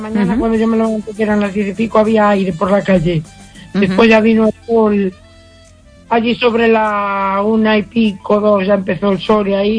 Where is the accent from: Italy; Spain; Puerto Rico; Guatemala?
Spain; A Coruña, Galicia; born or raised there; also born or lived in Uruguay